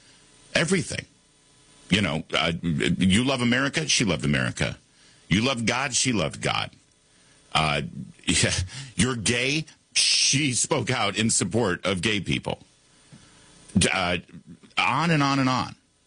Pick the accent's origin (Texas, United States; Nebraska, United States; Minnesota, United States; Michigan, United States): Michigan, United States; just my own personal recollection, growing up in Michigan